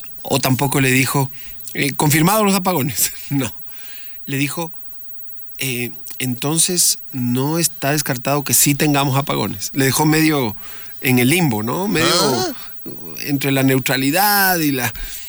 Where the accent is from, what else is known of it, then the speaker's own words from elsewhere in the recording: Ecuador; a nosotros como ecuatorianos